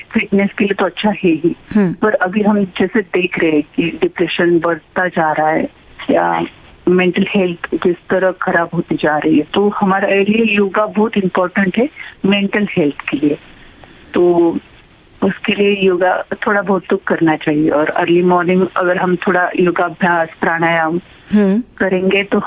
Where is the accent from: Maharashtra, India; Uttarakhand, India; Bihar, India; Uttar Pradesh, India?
Maharashtra, India; Rajgurunagar; मैं पुणे से हूँ, राजगुरु नगर।